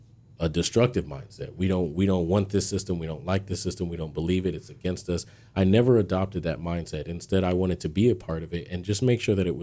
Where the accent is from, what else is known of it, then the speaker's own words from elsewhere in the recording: Florida, United States; I'm originally from Central Florida as well, so this is home. It didn't feel foreign.